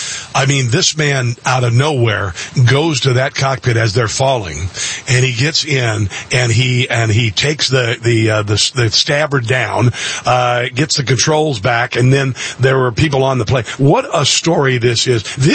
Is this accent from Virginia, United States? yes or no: no; Iowa, United States; my home state of Iowa.